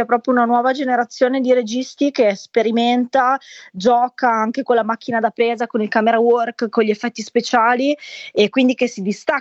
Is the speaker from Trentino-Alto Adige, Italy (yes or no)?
no; Mantua, Lombardy, Italy; noi in realtà siamo di Mantova, è una città molto simile